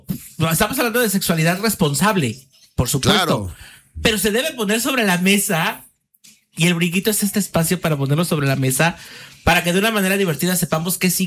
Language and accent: Spanish; Ayutla de los Libres, Guerrero, Mexico; moved away; No me avergüenzo de mis raíces del pueblito de donde vengo, Ayutla de los Libres, en el estado de Guerrero.